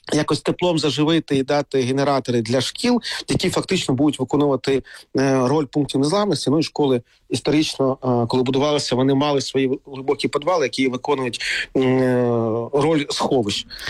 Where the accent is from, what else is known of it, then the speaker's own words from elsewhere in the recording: Kharkiv, Kharkiv Oblast, Ukraine; Якщо говорити про мій рідний Харків